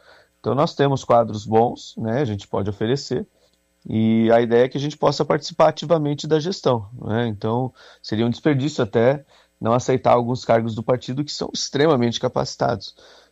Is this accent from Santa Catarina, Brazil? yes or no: yes; Joinville, Santa Catarina, Brazil; que sou de Joinville